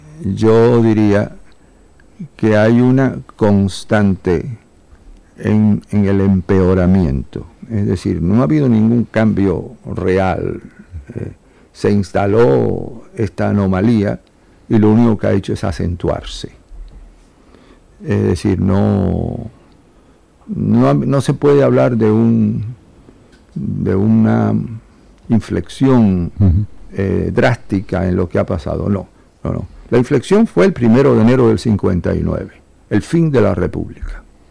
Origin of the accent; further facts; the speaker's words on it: Cuba; moved away; also born or lived in Spain / United States; Sí, en el 79, uh-huh. Salí de Cuba para España precisamente, en octubre del 79.